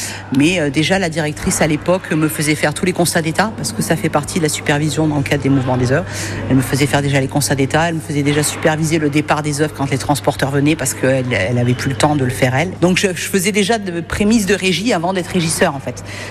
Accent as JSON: {"language": "French", "town": "Valence", "region": "Auvergne-Rhône-Alpes", "country": "France", "said": "Parce que moi je suis originaire de Valence, hein, donc je ne suis pas allée bien loin en fait."}